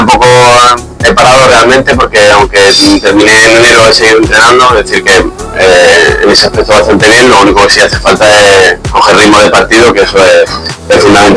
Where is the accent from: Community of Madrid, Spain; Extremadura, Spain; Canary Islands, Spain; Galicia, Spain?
Galicia, Spain; Y yo que soy gallego de toda la vida